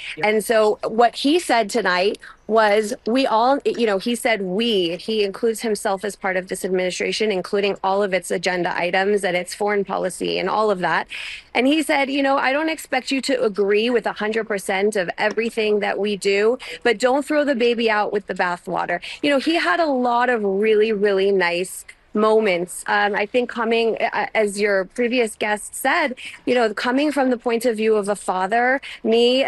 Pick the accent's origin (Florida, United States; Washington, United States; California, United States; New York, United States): California, United States; my home state, California